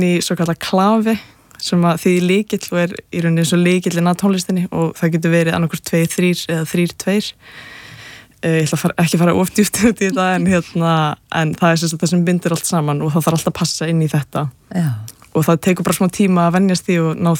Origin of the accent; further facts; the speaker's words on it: Capital Region, Iceland; Nei, ég er ættu að vestan ég úlst upp bara bara á höfbrukarsveðinu sko.